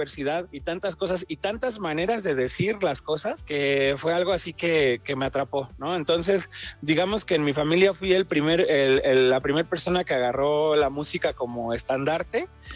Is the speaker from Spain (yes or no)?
no; Mexico City, Mexico; Y bueno, pues soy también de aquí de la Ciudad de México, aunque he estado a lo largo de mi vida en muchos lugare